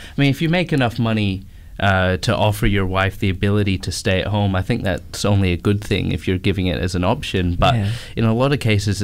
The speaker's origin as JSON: {"language": "English", "region": "Scotland", "country": "United Kingdom", "tie": "born there", "said": "I'm born Scottish."}